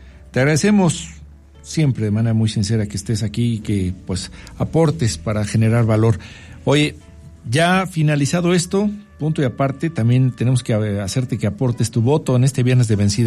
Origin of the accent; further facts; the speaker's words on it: Mexico; así somos los mexicanos, ¿no?